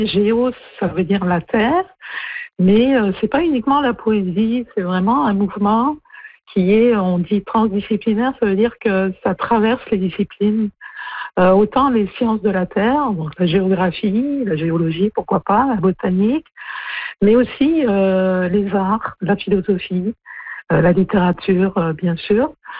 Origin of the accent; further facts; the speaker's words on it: Brittany, France; Et je pense que quand on vient de Bretagne, c'est assez marquant.